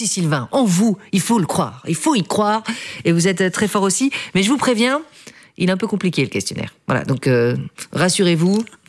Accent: Belgium; On a des vallons chez nous, là, la côte, on a tout ce qu'il faut, monsieur.

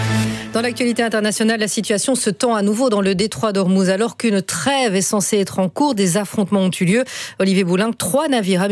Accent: Belgium; Des médecins français condamnés en France ont donc pu pratiquer chez nous en Belgique

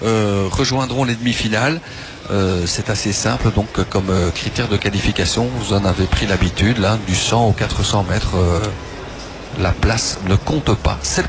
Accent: Belgium; chez nous en Belgique

